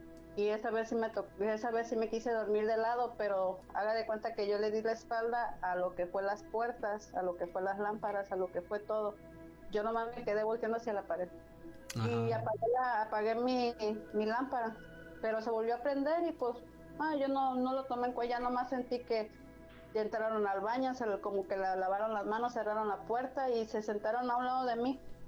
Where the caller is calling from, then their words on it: Villahermosa, Tabasco, Mexico; nosotros somos de Villahermosa, Tabasco.